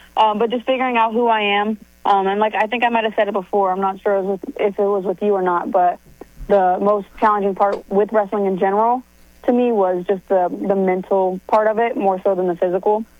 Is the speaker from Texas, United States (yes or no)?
no; Ohio, United States; I'm from Ohio, so I got a little bit of countryside in me, so.